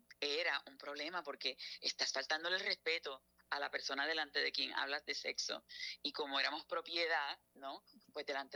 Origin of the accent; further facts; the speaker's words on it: Puerto Rico; moved away; O sea, yo me fui de Puerto Rico.